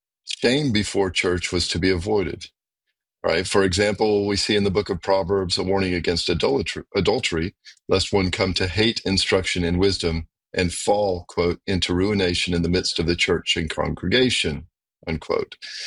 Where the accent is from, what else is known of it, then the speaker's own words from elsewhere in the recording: Georgia, United States; I pronounce things wrong because I'm from Georgia